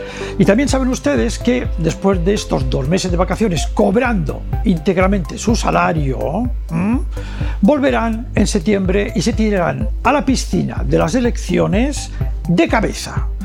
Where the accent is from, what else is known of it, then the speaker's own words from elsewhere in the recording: Balearic Islands, Spain; Eso es lo que nos pasa a nosotros en las Islas Baleares.